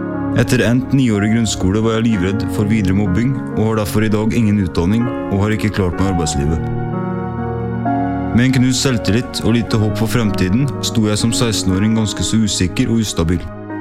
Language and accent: Norwegian; Sarpsborg, Østfold, Norway; born there; Min historie begynner i 1985, da jeg ble født på Sarpsborg sykehus.